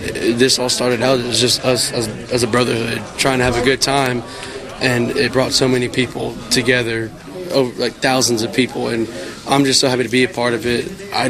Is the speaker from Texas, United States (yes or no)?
yes; Palestine, Texas, United States; We're from Texas. We're from a small town in Texas, Palestine, Texas.